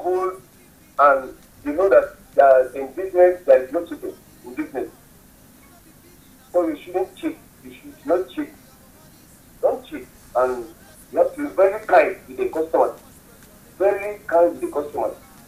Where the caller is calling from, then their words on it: Vom, Plateau, Nigeria; Yes, I'm calling from Vorm.